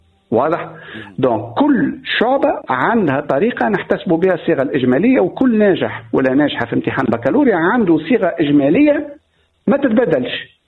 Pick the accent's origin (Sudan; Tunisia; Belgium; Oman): Tunisia; بما اني انا من تونس الكبرى وباش نختار مؤسسات جامعيه موجوده تونس الكبرى